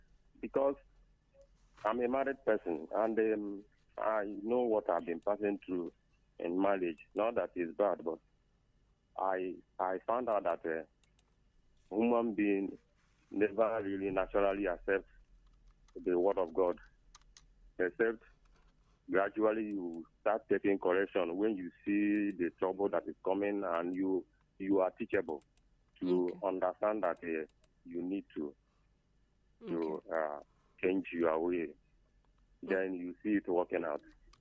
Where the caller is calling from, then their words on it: Ebonyi, Nigeria; I'm calling from Ebonyi State.